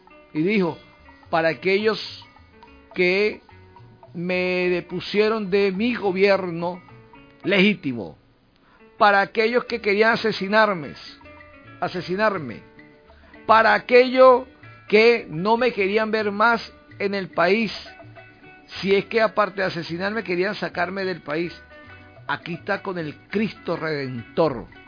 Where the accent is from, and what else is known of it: Venezuela